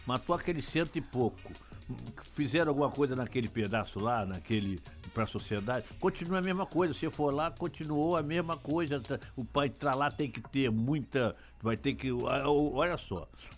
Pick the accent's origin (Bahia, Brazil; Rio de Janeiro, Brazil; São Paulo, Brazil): Rio de Janeiro, Brazil; moved away as an adult; now in Cabo Frio, Brazil; eu fui criado com a minha tia no Leblon.